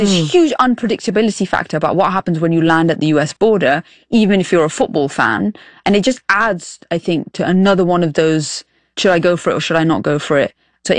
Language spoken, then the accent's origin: English; United Kingdom; and I've experienced this as a Brit who went to the US last year.